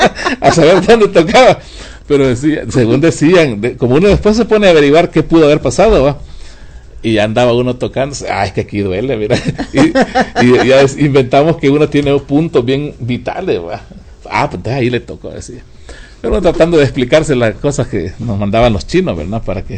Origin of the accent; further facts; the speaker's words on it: Tiquisate, Escuintla, Guatemala; hablo de Tiquizaya, ¿verdad? Porque yo allá me crié